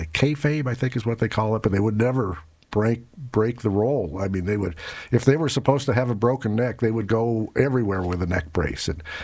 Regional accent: Denver, Colorado, United States; now in Las Cruces, United States; Oh, I grew up in Denver.

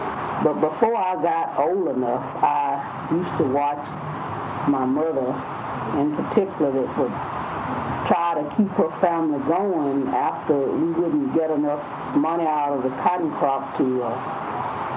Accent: United States; born there; I was born 1917 in Montgomery County, October 6th.

